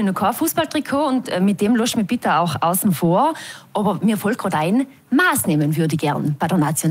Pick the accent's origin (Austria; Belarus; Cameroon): Austria; Tyrol; moved away as an adult; also born or lived in Munich; now in Salzburg, Austria; eigentlich bin ich eine Tirolerin.